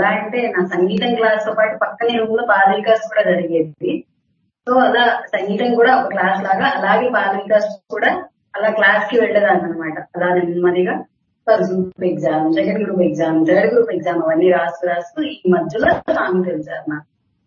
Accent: Vijayawada, Andhra Pradesh, India; మా ఊరు విజయవాడ.

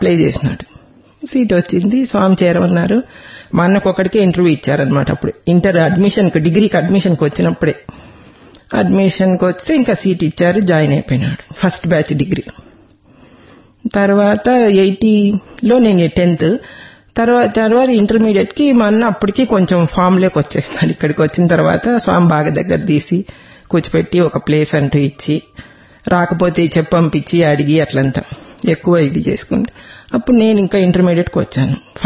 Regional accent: Katpadi, Tamil Nadu, India; born there; నేను కూడా అక్కడే పుట్టాను కాట్పాడిలో ఉన్నప్పుడు 65

